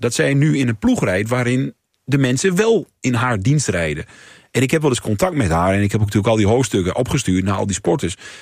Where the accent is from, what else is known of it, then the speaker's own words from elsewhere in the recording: Overijssel, Netherlands; ik kom uit Twente.